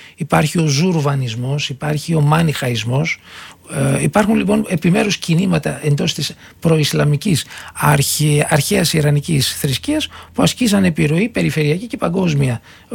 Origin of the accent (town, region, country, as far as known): Greece